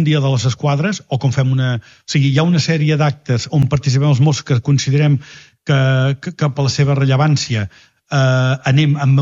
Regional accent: Mataró, Catalonia, Spain; Són la festa major de la Mercè, que sóc de Mataró.

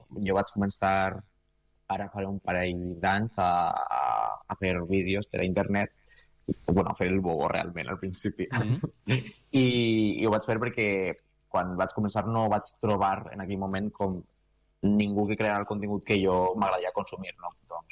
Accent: Vila-real, Valencian Community, Spain; jo soc del País Valencià, soc de Vila-real

